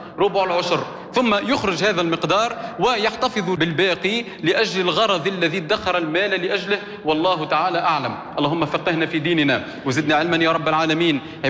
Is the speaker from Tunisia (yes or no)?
yes; Tunisia; في بلادنا تونس